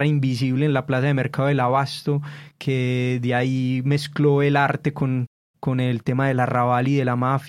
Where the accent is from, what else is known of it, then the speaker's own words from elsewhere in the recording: Antioquia, Colombia; esa vida gardeliana que nos resuena a nosotros como antioqueños, como paisas